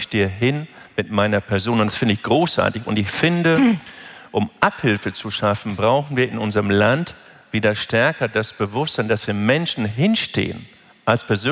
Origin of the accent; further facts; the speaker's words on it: Lower Saxony, Germany; born there